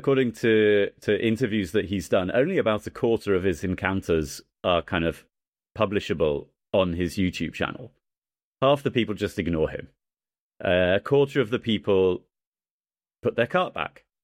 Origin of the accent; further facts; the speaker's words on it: England, United Kingdom; Sorry, I'm English. I call it a shopping trolley.